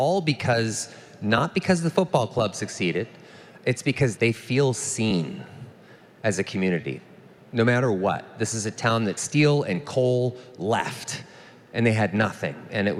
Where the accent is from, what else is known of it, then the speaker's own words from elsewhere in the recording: Vancouver, British Columbia, Canada; You know, I come from Vancouver where it rains 300 days a year.